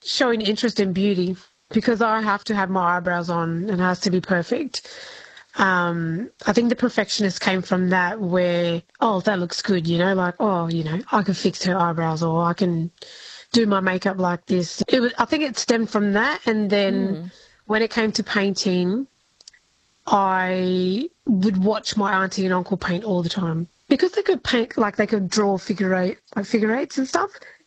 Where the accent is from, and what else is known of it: Kalgoorlie, Western Australia, Australia; born or raised there; moved away as an adult; also born or lived in Perth, Australia; now in Esperance, Australia